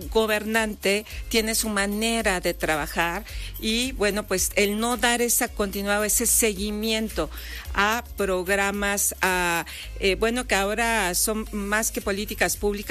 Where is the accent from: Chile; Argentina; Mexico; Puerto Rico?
Mexico; Puebla; con ese conocimiento que seguro lo tenemos todos los poblanos y poblanas